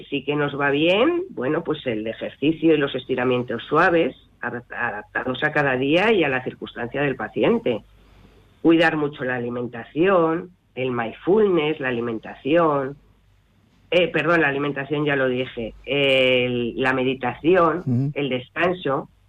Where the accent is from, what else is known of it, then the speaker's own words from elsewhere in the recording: Madrid, Community of Madrid, Spain; moved away as an adult; now in Azuqueca de Henares, Spain; Yo soy madrileña. Estuve de voluntaria en la Asociación de Madrid. Luego, al mudarme aquí, estoy con nuestra asociación de Azuqueca.